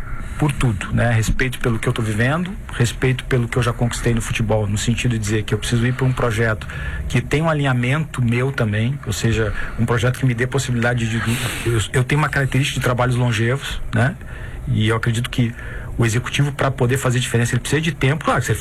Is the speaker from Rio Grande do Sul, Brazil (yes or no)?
yes; Rio Grande do Sul, Brazil; moved away as an adult; also born or lived in São Paulo; now in Porto Alegre, Brazil; porque eu sou gaúcho com muito orgulho, né? Embora tenha vivido numa cidade cosmopolita durante 6 anos